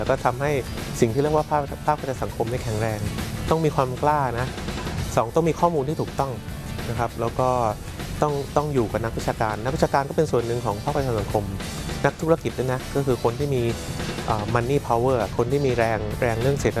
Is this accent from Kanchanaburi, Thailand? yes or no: no; Bangkok, Thailand; เราเองคนกรุงเทพไม่ได้หมายความว่าเราจะยุ่งเฉพาะฝุ่นกรุงเทพนะ